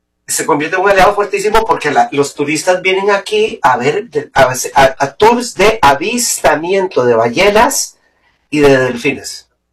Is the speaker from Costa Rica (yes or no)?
yes; Costa Rica; como artista en este momento ya calificado como compositor costarricense, como artista nacional